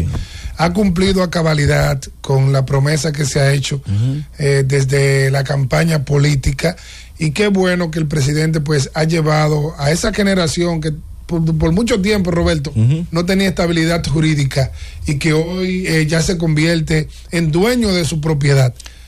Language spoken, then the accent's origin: Spanish; Dominican Republic; nosotros como dominicanos